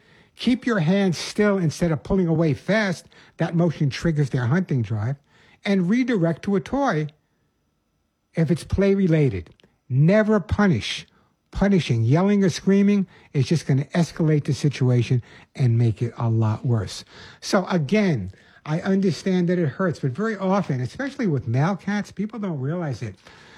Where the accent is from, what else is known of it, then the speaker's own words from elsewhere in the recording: Oceanside, New York, United States; also born or lived in Bronx / Queens; now in Santa Monica, United States; I was born in the Bronx, grew up part of my life in Queens and Rockaway Beach, and then most of my time on Long Island in Oceanside.